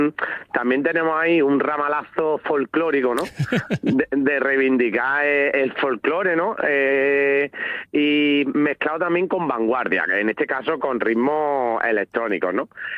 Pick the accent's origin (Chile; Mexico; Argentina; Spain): Spain; Andalusia; accent: Cordobés; now in Asturias, Spain; No. Yo mi acento es cordobés, yo soy andaluz. Y yo vine hace como 5 años